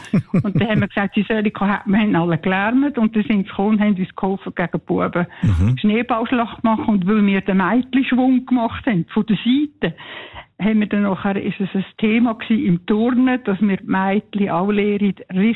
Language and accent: German; Lucerne, Switzerland; Ja, ich bin in Luzern aufgewachsen und bin im Meinhof-Schulhaus in die Schule.